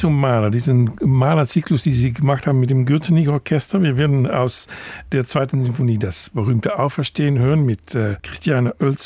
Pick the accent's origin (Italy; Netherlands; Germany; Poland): Netherlands; German is a second language; das finde ich als Niederländer so besonders